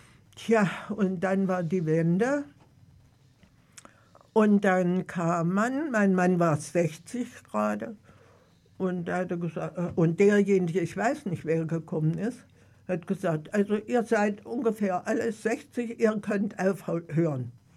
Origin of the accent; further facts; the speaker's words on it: Eisenach, Thuringia, Germany; Aufgewachsen sind wir im Krieg. Dann haben wir die Nachkriegszeit erlebt. Wir haben nicht daran geglaubt. Und Eisenach lag ich nun direkt so an der Grenze.